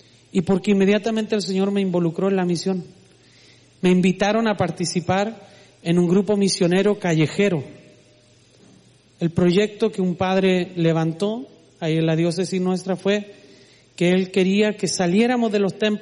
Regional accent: Chile

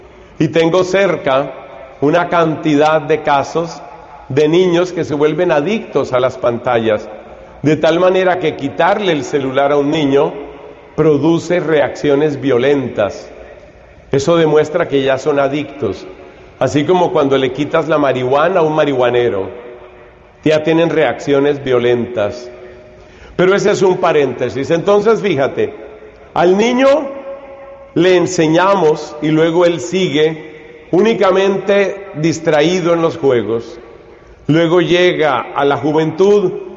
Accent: Colombia; Hemos tenido en mi país, Colombia, hemos tenido el caso de varias chicas que han muerto después de operaciones que se hicieron para ser más bonitas.

